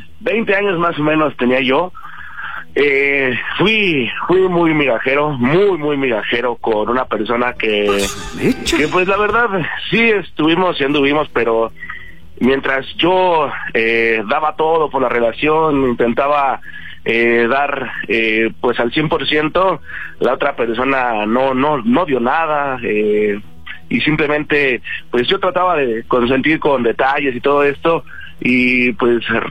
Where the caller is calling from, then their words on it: Mexico City, Mexico; De aquí, de la Ciudad de México, y pues tengo 30 años.